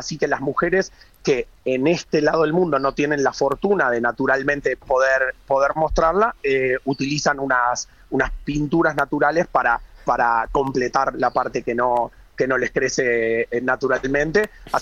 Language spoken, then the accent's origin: Spanish; Uruguay; soy uruguayo